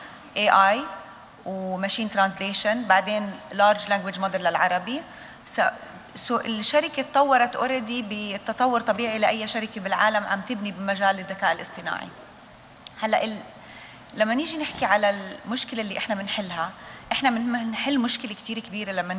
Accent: Jordan; لأني أردنية وبعيش بالأردن

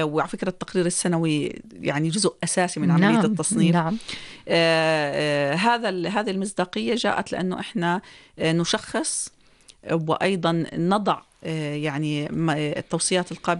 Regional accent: Jordan; إحنا عندنا في الأردن

